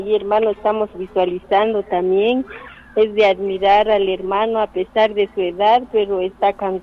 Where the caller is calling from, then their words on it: Tecpán Guatemala, Chimaltenango, Guatemala; Aquí lo estamos escuchando en la Unión Texpan, hermano.